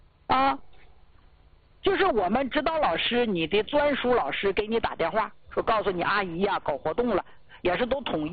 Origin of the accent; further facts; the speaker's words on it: Northeast China, China; 这个腰疼吧，用咱们东北老家话说是啥呢，后座子